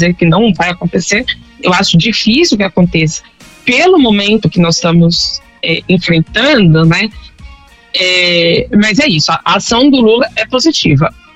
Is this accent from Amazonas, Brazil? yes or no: no; São Paulo, Brazil; born there; São Paulo, né, infelizmente, meu estado natal.